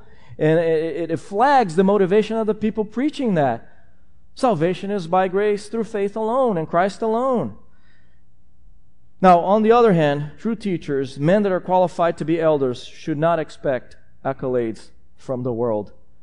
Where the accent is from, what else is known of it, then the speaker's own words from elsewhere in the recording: Brazil; My home country, Brazil, is a quote-unquote ripe mission field for these guys.